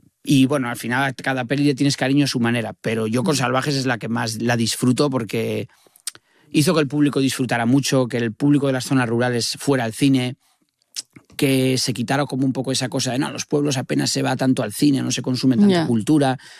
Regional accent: Avilés, Asturias, Spain; now in Cangas de Onís, Spain; Yo soy de Avilés, de Corbera, de la zona centro, pero me mudé hace unos años a Cangas de Onís y vivo porque me gustaba vivir cerca de los Picos de Europa

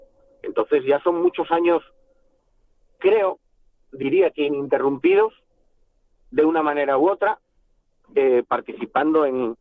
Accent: Andrín, Asturias, Spain; Yo soy de Andrín, pero vamos, llevo toda mi vida atravesado por Pancar en la bolera y en el pueblo

